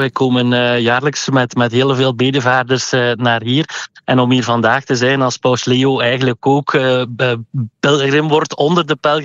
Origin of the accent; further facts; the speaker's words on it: Ghent, Flanders, Belgium; Ik ben een Gentenaar, voor een bisschop voor Gent